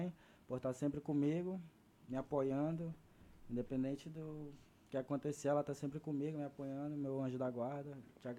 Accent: Tabatinga, Brazil; Sim, eu sou de Itabatinga

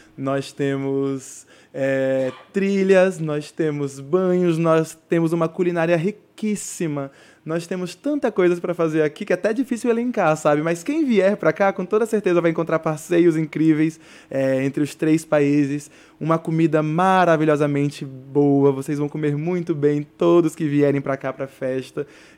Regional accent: Amazonas, Brazil; moved away as an adult; Depois que eu saí do Amazonas, eu me entendi muito mais amazonense.

